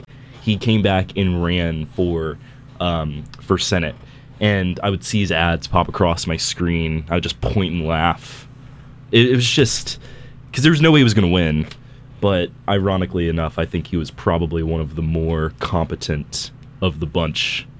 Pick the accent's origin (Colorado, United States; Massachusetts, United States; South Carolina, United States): South Carolina, United States; he's probably like one of the other few South Carolinians who's been to Argentina.